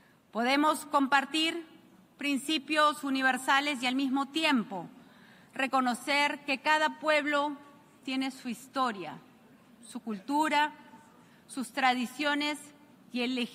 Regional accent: Peru; dispuestos nosotros como peruanos de colaborar

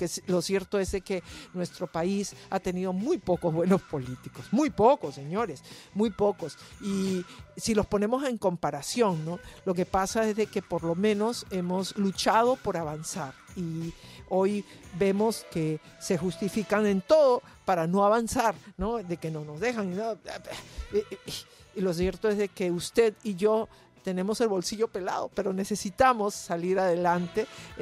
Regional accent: Peru; moved away; yo como peruana, que tengo mucha familia en mi país

